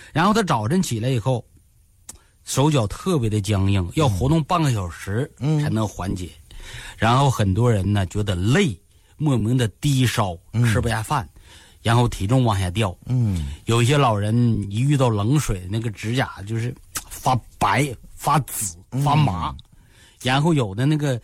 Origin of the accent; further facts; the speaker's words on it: Northeast China, China; 你就像我走去国外，我到哪儿我都会说我是东北人，这是不一成不变的东西